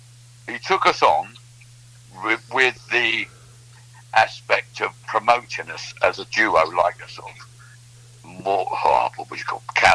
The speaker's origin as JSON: {"language": "English", "region": "London", "country": "United Kingdom", "said": "I come from West London"}